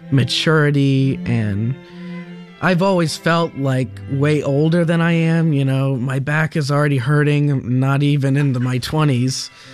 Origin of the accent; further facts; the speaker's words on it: Lake Worth, Florida, United States; from Lake Worth, Florida, and today I'll be performing the last movement